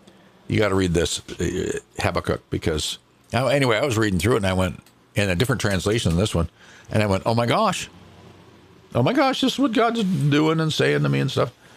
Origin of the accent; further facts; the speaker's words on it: London, Ontario, Canada; And, of course, London is my hometown. That's where I was born and raised. Born and raised in London, Ontario.